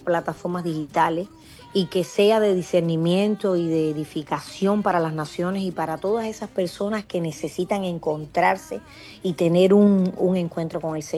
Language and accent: Spanish; Cuba